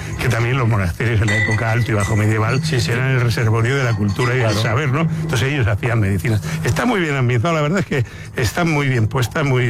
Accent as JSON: {"language": "Spanish", "town": "Murcia", "region": "Region of Murcia", "country": "Spain"}